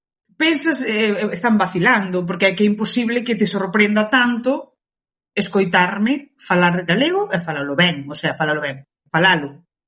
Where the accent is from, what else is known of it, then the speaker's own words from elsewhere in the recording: Burela, Galicia, Spain; first language Cape Verdean Creole; Galician is a second language; eu medrei coas dúas culturas, tanto a caboverdiana como a galega, porque eu, na miña casa, meus pais, todo me ensinaron en crioulo, que é o idioma que se fala en Cabo Verde. E claro, de portas para fora, a educación na escola, Burela sempre foi unha vila galego falante